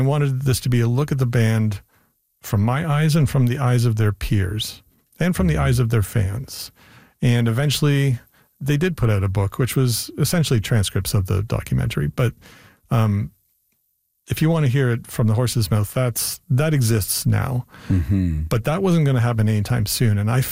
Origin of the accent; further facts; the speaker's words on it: Canada; There were all these political events that really made people question the ways in which we are Canadian, or why we are even Canadian.